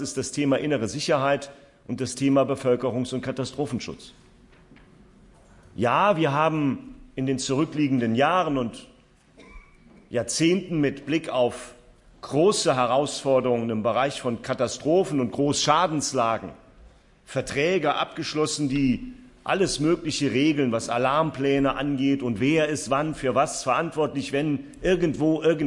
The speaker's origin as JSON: {"language": "German", "town": "Rehlingen-Siersburg", "region": "Saarland", "country": "Germany", "tie": "born or raised there", "said": "wenn in Waldwies, einer kleinen französischen Ortschaft direkt an der Grenze meiner Heimatgemeinde in Reningen-Siersburg bei Bieringen ein Flächenbrand da ist"}